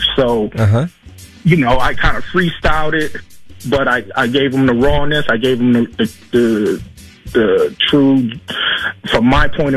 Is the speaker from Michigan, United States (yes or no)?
no; Saint Paul, Minnesota, United States; I grew up in the Rondo community, played all my sports, if not all.